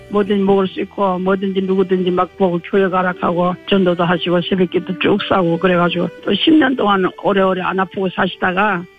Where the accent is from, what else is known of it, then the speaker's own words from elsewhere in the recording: Seongju, North Gyeongsang, South Korea; 고향은 경상북도 성주군 벽지면이에요.